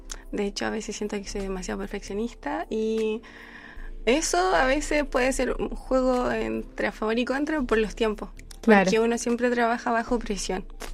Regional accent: Chillán, Ñuble, Chile; Acá. Soy de Chillán.

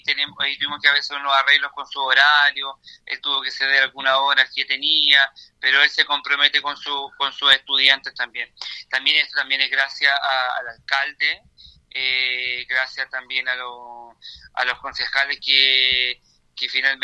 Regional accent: Rengo, O'Higgins, Chile; born there; also born or lived in Malloa; como joven, que vengo de Mayúa, pero estudié toda mi vida en Rengo

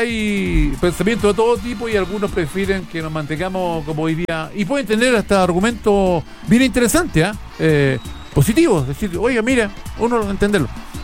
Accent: Calama, Antofagasta, Chile; en nuestra ciudad de Calama, yo soy de esta villa, yo nací en este barrio.

